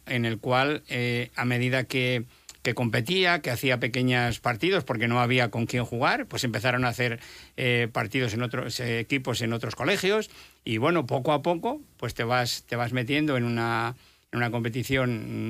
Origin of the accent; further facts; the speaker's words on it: Castile and León, Spain; yo especialmente, que me considero leonés de verdad